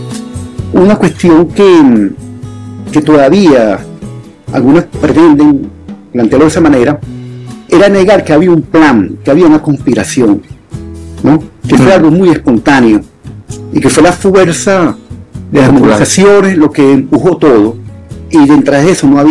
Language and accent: Spanish; Venezuela